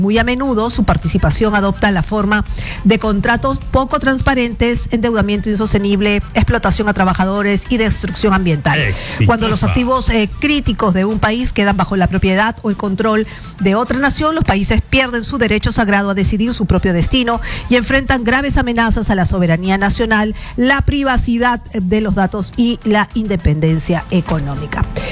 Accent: Peru; nosotros mismos como peruanos

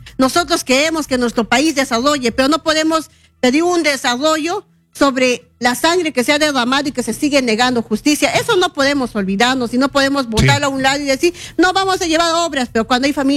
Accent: Peru; siendo peruanos

